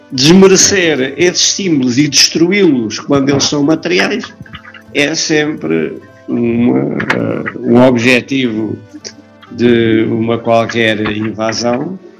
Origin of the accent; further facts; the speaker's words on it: Portugal; nossa identidade como portugueses, né, tem algumas referências